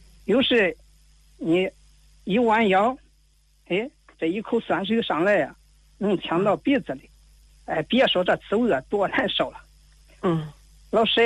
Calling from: Mengla County, Yunnan, China; 我是来自云南省西双版纳勐腊县人，

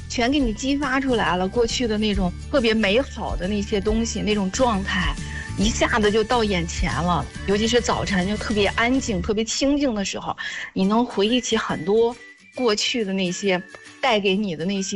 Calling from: Baoding, Hebei, China; 我是保定的，

